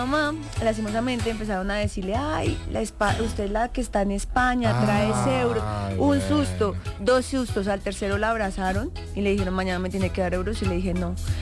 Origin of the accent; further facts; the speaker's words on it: Colombia; yo volvería a guerrearla como un colombiano más, aún con las redes